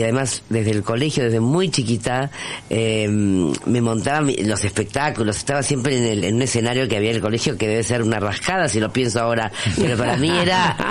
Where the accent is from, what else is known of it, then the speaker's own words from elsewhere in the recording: Argentina; moved away as an adult; also born or lived in Spain; siendo argentina, me habían como quitado una parte de mi identidad.